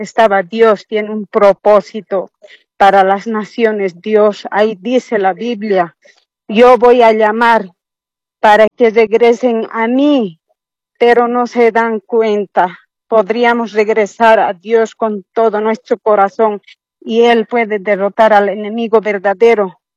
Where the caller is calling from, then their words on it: Cochabamba, Bolivia; Hablo de Cochabamba.